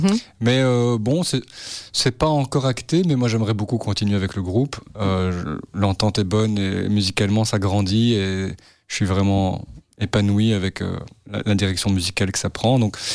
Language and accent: French; Wallonia, Belgium; il y avait des cours de jazz qui se donnaient là où j'ai grandi, parce que moi je viens de la région de Mons.